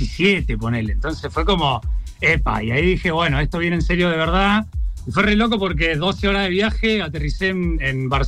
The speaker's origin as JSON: {"language": "Spanish", "town": "Comodoro Rivadavia", "region": "Chubut", "country": "Argentina", "moved": "as an adult", "said": "Soy de Chubut, de Comodoro Rivadavia. Vine acá, bien. Como bien ustedes dijeron, a estudiar licenciatura en Relaciones Públicas."}